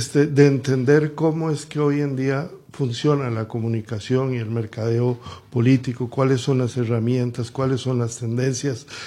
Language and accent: Spanish; Costa Rica